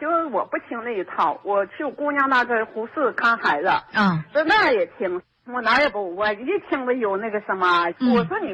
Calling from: Baotou, Inner Mongolia, China; 我是包头的。

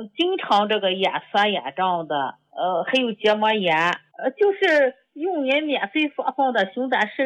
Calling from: Shandong, China; 我是山东的，我家里还剩下一盒药。

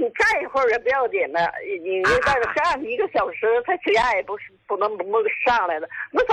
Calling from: Qinhuangdao, Hebei, China; 秦皇岛的。

